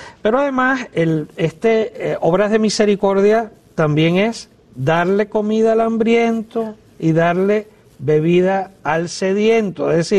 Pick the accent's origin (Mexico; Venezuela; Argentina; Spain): Venezuela; born there; moved away; el país donde yo nací, en Venezuela